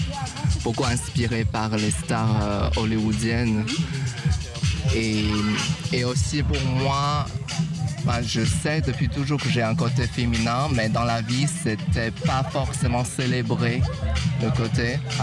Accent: China; now in France; je suis un homme asiatique, je viens de Chine

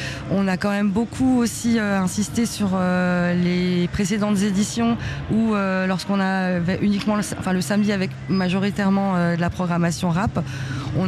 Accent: Paris, Île-de-France, France; Je suis parisienne

